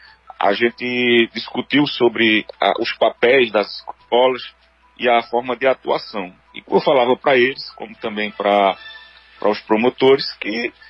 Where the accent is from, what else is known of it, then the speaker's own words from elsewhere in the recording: Caruaru, Pernambuco, Brazil; moved away as an adult; now in Recife, Brazil; hoje eu tô indo pra Caruaru, sua avó comigo. Entendeu? Eu todo final de semana eu tô indo, sabe? Eu sempre estou aí na minha terra.